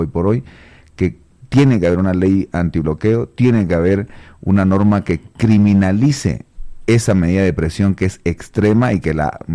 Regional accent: Bolivia; ¿somos más los bolivianos que queremos vivir en paz en este país?

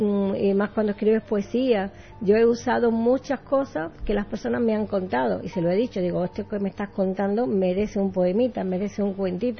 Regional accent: Málaga, Andalusia, Spain; moved away as an adult; also born or lived in Brazil / Uruguay; now in Argentina; Viví en España hasta los 26 años, yo soy de Málaga, uh-huh. Y después me cambié a Brasil, donde viví otros 20 y tantos años.

